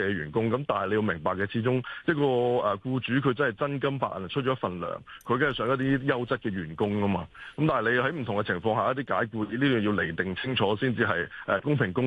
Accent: Hong Kong; 我哋都身為香港人

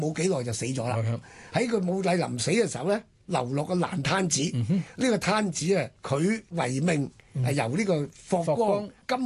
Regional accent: Guangdong, China; 我哋廣東人都成日講嘅

